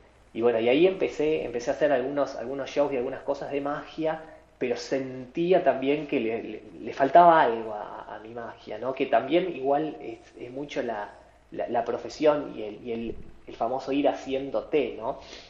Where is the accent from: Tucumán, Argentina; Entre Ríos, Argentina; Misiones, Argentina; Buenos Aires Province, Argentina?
Buenos Aires Province, Argentina; San Fernando; Yo soy de San Fernando, de zona norte de Buenos Aires